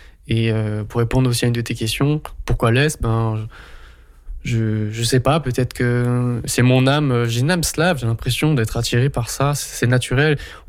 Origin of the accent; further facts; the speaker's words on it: Mulhouse, Grand Est, France; j'ai vu des formes d'humanité que j'avais pas ressenties chez moi à Mulhouse, dans mon cercle familial